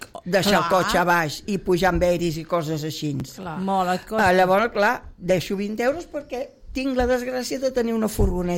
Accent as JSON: {"language": "Catalan", "region": "Catalonia", "country": "Spain", "said": "Som catalans."}